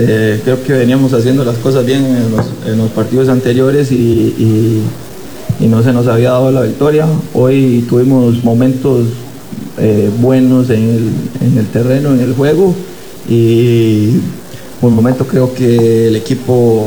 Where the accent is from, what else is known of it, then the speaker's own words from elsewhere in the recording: Puntarenas, Costa Rica; soy porteño